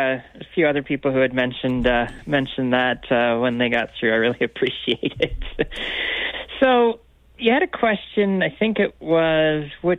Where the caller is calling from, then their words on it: Sudbury, Ontario, Canada; from Sudbury.